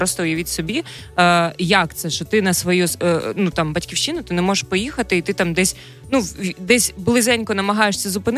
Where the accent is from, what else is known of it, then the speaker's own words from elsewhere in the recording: Melitopol, Zaporizhzhia Oblast, Ukraine; Слухайте, ну я з Мелітополя, і для мене це дуже близька тема, тому що ну, Мелітополь завжди називали воротами до Криму